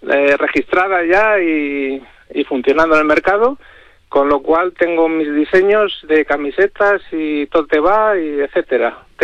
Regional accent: Aldea Real, Castile and León, Spain

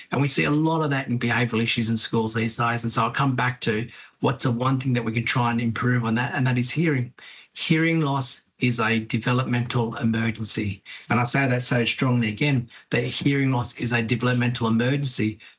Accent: Australia; Yes, I grew up in Warramai country. And it was quite an interesting area from there.

